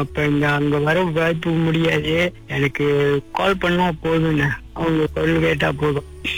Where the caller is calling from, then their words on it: Perak, Malaysia; இப்ப நான் ஒரு இடத்துல வேலை செஞ்சுட்டு இருக்கேன், பேராக்குல வேலை செஞ்சுட்டு இருக்கேன்.